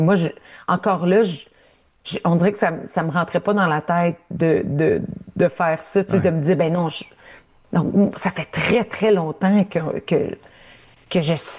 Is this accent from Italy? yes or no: no; Ontario, Canada